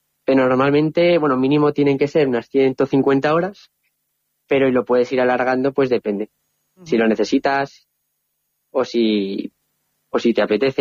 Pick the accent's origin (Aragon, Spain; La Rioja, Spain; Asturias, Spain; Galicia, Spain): Aragon, Spain; Maluenda; yo como tenía el pueblo cerca, que mi pueblo es Maluenda